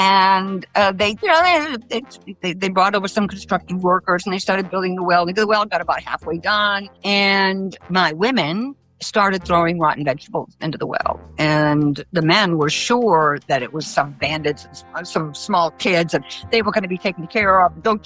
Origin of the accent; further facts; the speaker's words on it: Maine, United States; Because growing up in Maine, I knew one African-American family.